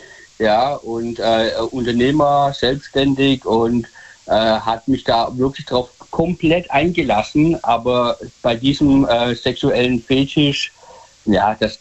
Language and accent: German; Michelstadt, Hesse, Germany; Ja, aus Michelstadt, Hessen.